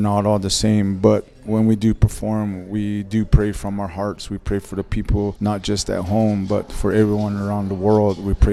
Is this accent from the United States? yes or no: yes; Acoma Pueblo, New Mexico, United States; I'm from Acoma Pueblo.